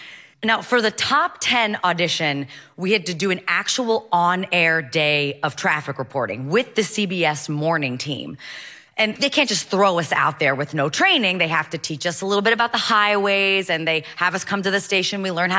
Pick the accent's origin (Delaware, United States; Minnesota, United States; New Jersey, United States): Delaware, United States; Wilmington; now in Brooklyn, New York, United States; I grew up in Wilmington, Delaware, but now I live in Brooklyn, New York